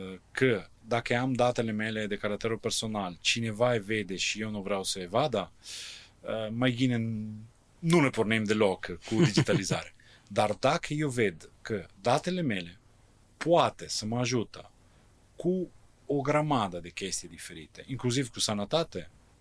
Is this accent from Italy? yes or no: yes; Italy; Romanian is a second language; now in Chișinău, Moldova; eu vă spun ca italian